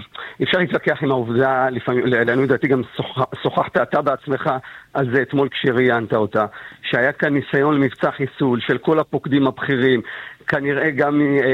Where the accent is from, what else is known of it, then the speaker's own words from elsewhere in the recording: Ashkelon, Southern District, Israel; בשכונה שלי, הדלתות לא היו נעולות. אומנם היינו גרים בצריפים